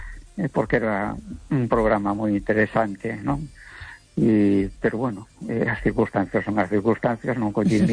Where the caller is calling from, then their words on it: A Coruña, Galicia, Spain; da Coruña.